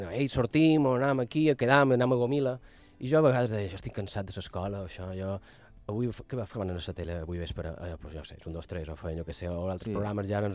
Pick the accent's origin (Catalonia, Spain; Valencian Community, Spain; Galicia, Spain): Catalonia, Spain; La Ràpita; Ah, sí, a la Ràpita. Som molt de la Ràpita.